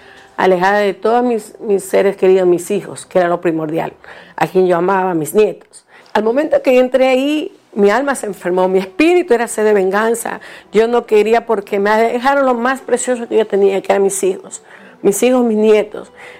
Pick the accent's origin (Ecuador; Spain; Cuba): Ecuador; Galápagos; ahí sí fui ya para mi tierra, para Galápagos